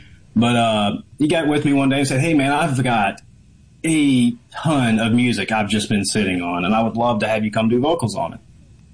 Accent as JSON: {"language": "English", "town": "Tupelo", "region": "Mississippi", "country": "United States", "said": "We're from the Tupelo area, North Mississippi."}